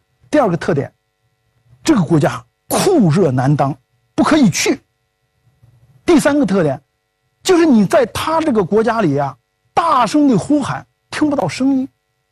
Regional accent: China; 我们中国人呢，有祭拜龙王的这样的传统和习惯。

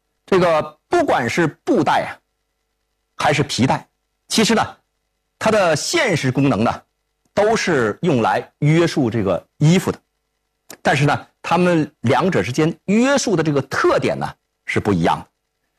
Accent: China

